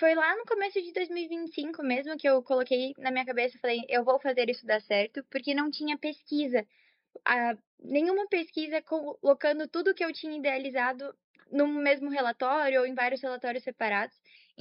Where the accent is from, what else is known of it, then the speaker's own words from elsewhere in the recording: São Paulo, Brazil; now in Curitiba, Brazil; Eu sou de São Paulo e eu vim para cá, para Curitiba, só para fazer na PUC, porque a grade eu gostei bastante.